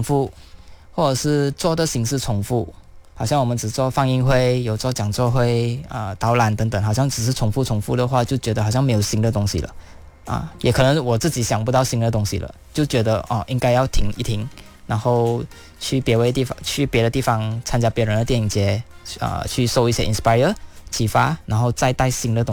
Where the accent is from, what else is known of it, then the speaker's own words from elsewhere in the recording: Taiping, Perak, Malaysia; moved away; 我的家乡太平